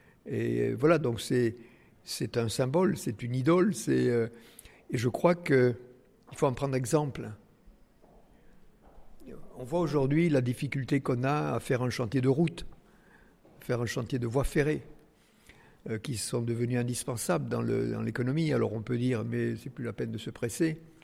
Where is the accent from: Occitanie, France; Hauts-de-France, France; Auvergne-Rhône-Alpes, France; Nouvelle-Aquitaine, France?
Occitanie, France; Vielmur-sur-Agout; moi je suis né à Vielmur, dans le Tarn, petit village, à la campagne. On n'avait même pas l'eau courante, vous voyez, dans la maison.